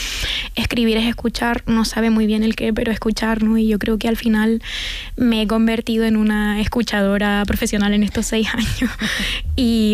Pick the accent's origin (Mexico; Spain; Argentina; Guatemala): Spain; Canary Islands; nuestra forma de hablar es inadecuada y lo tenemos que corregir